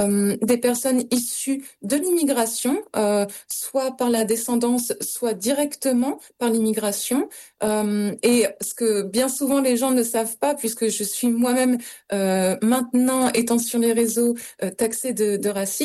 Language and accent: French; France; born there; Je suis née en France et c'est la terre qui m'a portée et c'est la terre qui me porte tous les jours.